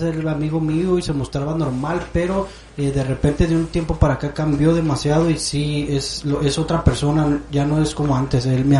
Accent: Puebla, Mexico; born there; Yo nací en la ciudad de Puebla.

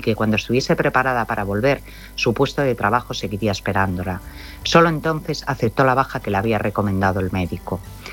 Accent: A Coruña, Galicia, Spain; de Coruña y hoy me he levantado pensando en la foto de un bebé precioso que me enviaron ayer.

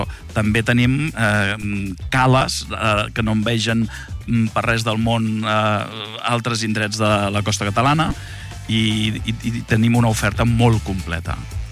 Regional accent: Cambrils, Catalonia, Spain; Jo sóc de Cambrils. El càmping nostre és el Platja Cambrils.

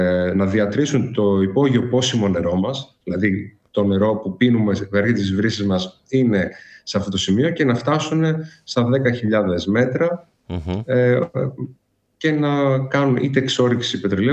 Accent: Epirus, Greece; born or raised there; moved away

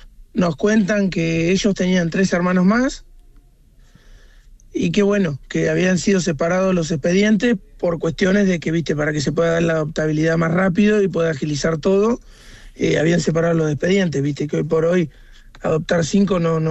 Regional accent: Henderson, Buenos Aires Province, Argentina; Somos de Henderson, provincia de Buenos Aires.

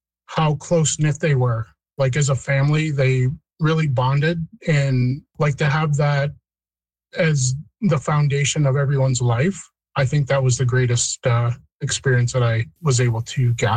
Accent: Walpole Island, Ontario, Canada; growing up on Walpole

